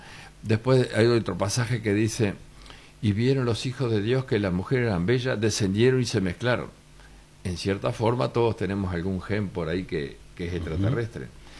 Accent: Uruguay; Esos somos los uruguayos, un poco criticón y un poco esto, uh-huh, pero somos suavemente ondulados.

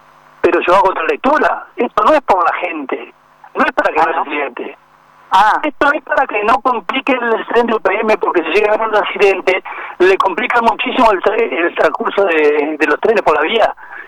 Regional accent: Paso de los Toros, Tacuarembó, Uruguay; lo que quiero son mejoras para mi pueblo. Estoy intentando hace 6 años conseguir por lo menos una zona franca, espejo para los toros, para que toda esa madera que se va, que la vemos pasar aquí en la ruta, porque se va al puerto y se va a China, por lo menos llegue a Paso los Toros

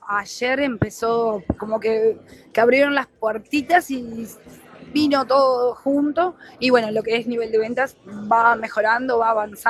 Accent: Ciudad de la Costa, Canelones, Uruguay; nosotros somos de Ciudad de la Costa

